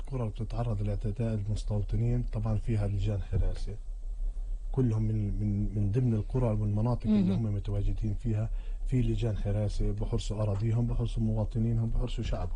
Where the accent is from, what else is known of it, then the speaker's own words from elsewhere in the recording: Palestine; احنا كشعب فلسطيني موحد